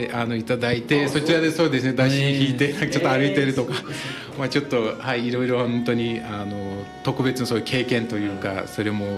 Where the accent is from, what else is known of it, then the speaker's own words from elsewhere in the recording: Turkey; Japanese is a second language; moved away as an adult; also born or lived in Tokyo / Saitama; now in Hachinohe, Japan; 私出身はトルコなんで、はい、でも日本に来たのは2018年になりまして、今年大体8年間ぐらいになってて、まあそれのそうですね、まあ、7年間ぐらいずっと東京と埼